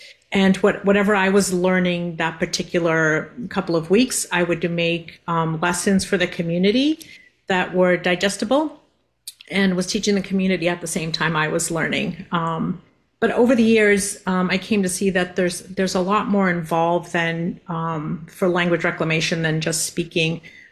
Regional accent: Mashpee, Massachusetts, United States; I'm from the Mashpee Wampanoag tribe

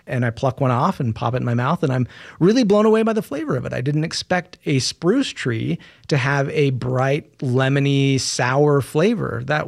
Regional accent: Utah, United States; I'm from Utah. I spent a lot of time in the mountains.

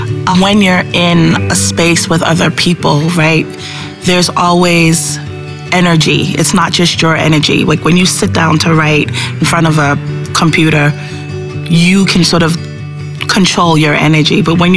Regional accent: Boston, Massachusetts, United States; born there; I was born in Boston with Caribbean roots.

